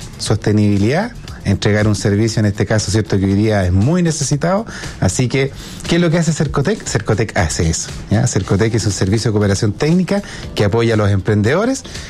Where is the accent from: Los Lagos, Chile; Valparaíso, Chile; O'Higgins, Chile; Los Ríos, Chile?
Los Ríos, Chile; Valdivia; De hecho, me saqué la foto al inicio, medio guasito porque soy del sur, soy de Valdivia.